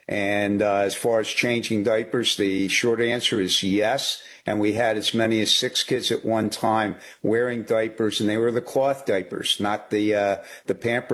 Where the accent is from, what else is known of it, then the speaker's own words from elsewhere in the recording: Hatfield, Pennsylvania, United States; From Hatfield, Pennsylvania. I'm the oldest of 13. My mom and dad had 13 kids in 14 years.